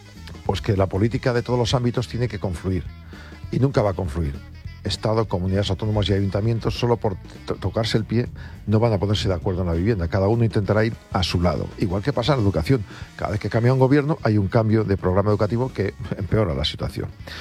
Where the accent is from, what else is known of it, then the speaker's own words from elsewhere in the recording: Burgos, Castile and León, Spain; en mi pueblo, en Burgos, un pueblo pequeñito